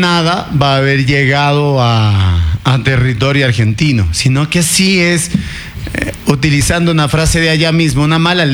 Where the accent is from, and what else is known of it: Ecuador